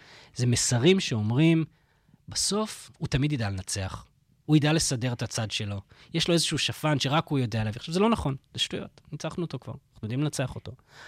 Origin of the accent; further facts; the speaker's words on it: England, United Kingdom; now in Israel; באנגליה, שם גדלתי, והייתי שם